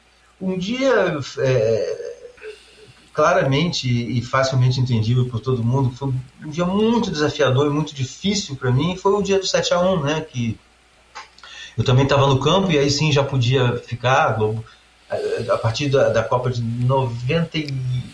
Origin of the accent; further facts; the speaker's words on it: Brazil; e eu como brasileiro também, felizaço da vida